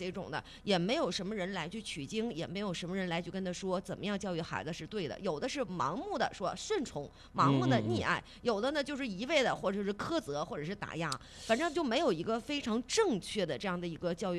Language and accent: Chinese; Northeast China, China